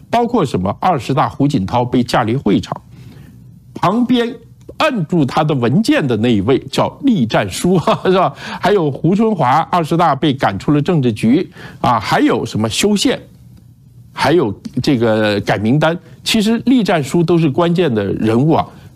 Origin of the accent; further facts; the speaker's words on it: Guangzhou, Guangdong, China; 我告诉大家那就是我长大的地方，广州。